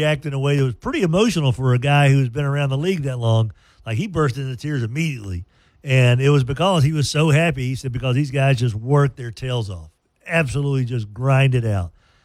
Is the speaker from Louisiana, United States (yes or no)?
no; Dumas, Texas, United States; born there; I was born in Dumas.